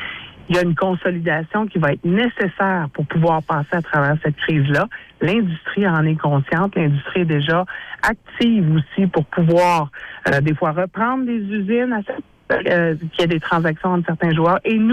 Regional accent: Quebec, Canada; chez nous au Québec

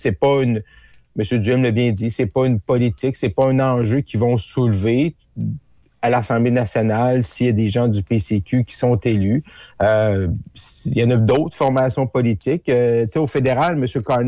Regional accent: Roberval, Quebec, Canada; moved away; Oui, moi, je suis originaire de Roberval.

